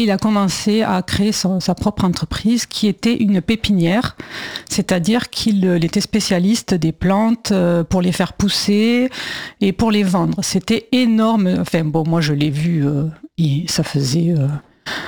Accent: Occitanie, France; Donc, à l'âge de 5 ans, je suis allée... mes parents sont allés vivre dans le Gers. C'est pour ça que j'ai un accent.

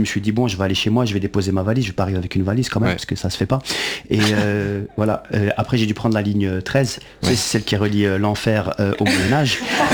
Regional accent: Belgium; Je vous rassure, nous aussi, en tant que Belges, on n'y comprend rien.

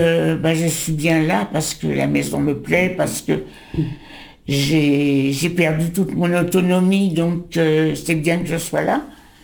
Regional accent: Paris, Île-de-France, France; moved away as an adult; also born or lived in Auvers-sur-Oise; now in Soisy, France; je suis née, j'ai vécu dans le 11e, jusqu'à 18 ans, de 38 à 56. Ensuite, j'ai habité le 20e. Ensuite, quand je me suis mariée, j'ai habité le 13e.

